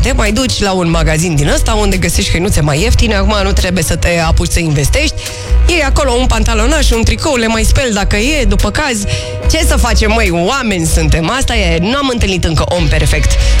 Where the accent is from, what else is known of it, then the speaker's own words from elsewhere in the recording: Romania; sunt româncă veritabilă